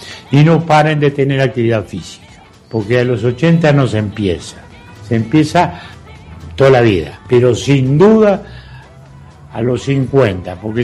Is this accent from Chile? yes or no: no; Uruguay